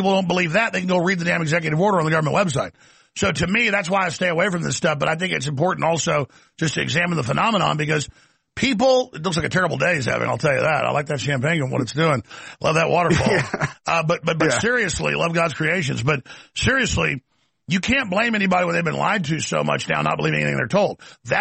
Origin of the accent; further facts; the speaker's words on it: Dallas, Texas, United States; It was rough growing up in Dallas for a reason.